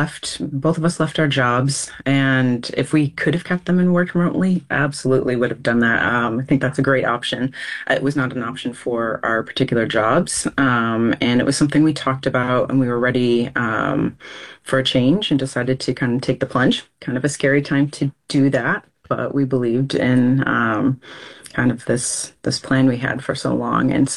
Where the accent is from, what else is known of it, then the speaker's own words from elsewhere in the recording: Rochester, New York, United States; inevitably, when I say I'm from New York, people always assume the city. And then I used to say, no, Rochester, whole other part, closer to Canada.